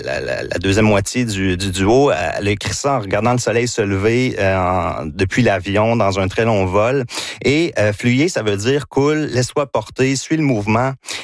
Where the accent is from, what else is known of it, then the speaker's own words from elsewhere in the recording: Victoriaville, Quebec, Canada; accent: Victoriaville accent; Puis c'est mon accent de Victoriaville.